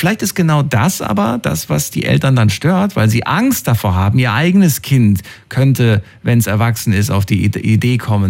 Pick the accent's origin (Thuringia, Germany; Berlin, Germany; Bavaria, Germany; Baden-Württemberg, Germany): Thuringia, Germany